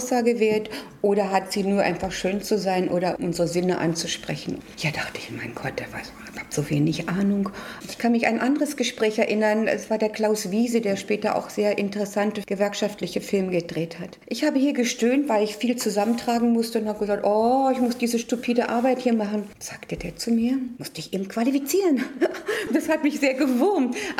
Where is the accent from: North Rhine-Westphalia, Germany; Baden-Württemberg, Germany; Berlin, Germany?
Berlin, Germany; born there; Ja, ich bin in den Luftschutzräumen der Reichskanzlei geboren, in der Vossstraße.